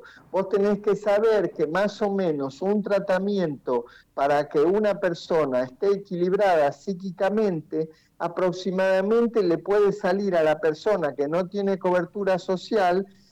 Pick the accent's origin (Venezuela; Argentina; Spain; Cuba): Argentina; Rompe con esa equidad como argentinos